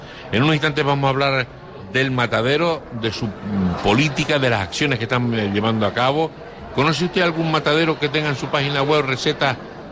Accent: Canary Islands, Spain

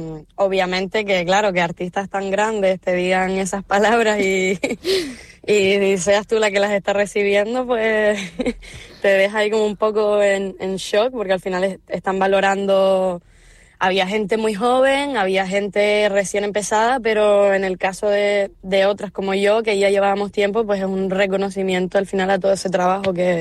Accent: Canary Islands, Spain; como ahora mismo somos los canarios y las canarias

